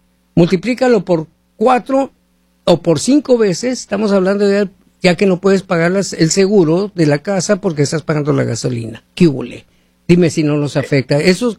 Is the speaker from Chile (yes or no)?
no; United States; para nosotros como pueblo estadounidense